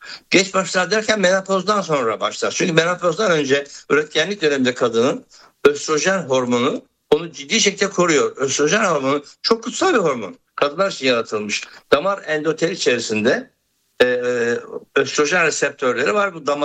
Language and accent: Turkish; Erzurum, Turkey; Bana çay konusunda kötü bir şey söyletemezsiniz. Ben çünkü Erzurumluyum.